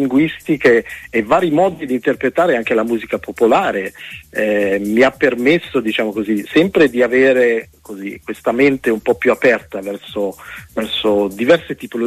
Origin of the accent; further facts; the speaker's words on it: northern Italy, Italy; accent: northern; now in Brindisi province, Italy; io sono di origine campana, sono napoletano di origine, però sono cresciuto al nord, però insomma la mia famiglia mi ha sempre fortemente legato alle mie origini mediterranee.